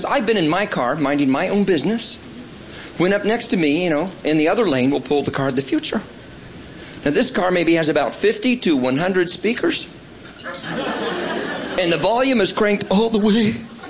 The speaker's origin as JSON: {"language": "English", "region": "Indiana", "country": "United States", "tie": "born or raised there", "said": "Of course, I didn't just grow up in any place in Indiana. I grew up in Central Indiana."}